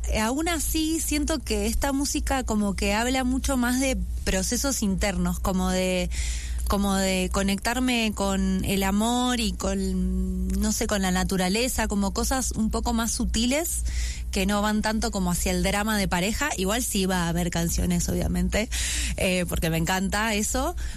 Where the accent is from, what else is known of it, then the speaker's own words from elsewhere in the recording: Buenos Aires, Argentina; now in Mexico; Sí, siendo de Argentina. Realmente yo me siento muy agradecida con este país por todo lo que me ha dado, o sea, todo lo que me ha dado con mi música, y realmente yo siento que en mi forma de hacer canciones convive mucho como toda mi vida en Buenos Aires, mi familia